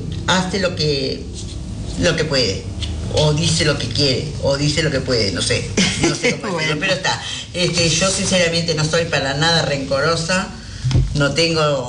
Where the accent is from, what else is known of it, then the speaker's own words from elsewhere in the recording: Florida, Uruguay; moved away as an adult; now in Sarandí del Yí, Uruguay; no soy de acá de Sarandí del Sí, no soy oriunda de Sarandí del Sí, sino de Florida. Yo hace años que vivo en Sarandí del Sí